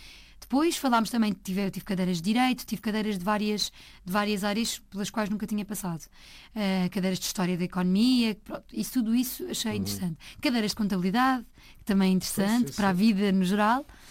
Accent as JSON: {"language": "Portuguese", "town": "Azeitão", "region": "Setúbal", "country": "Portugal", "said": "Eu acho que se os croatas fossem à minha terra iam ficar encantados com as tortas de azeitão, com o queijo de azeitão"}